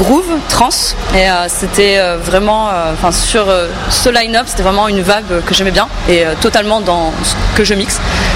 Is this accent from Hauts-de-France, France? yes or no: yes; Lille, Hauts-de-France, France; parce que je suis lilloise